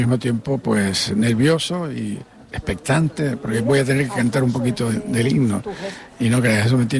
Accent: Canary Islands, Spain; Jamás mi tierra se ha quedado en el olvido para mí, jamás.

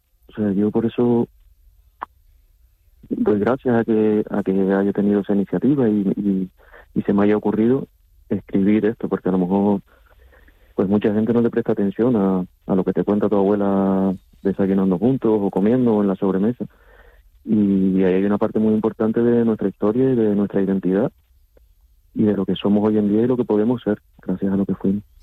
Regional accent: Canary Islands, Spain; accent: Canarian; que no se note que somos canarios, para que nos entiendan.

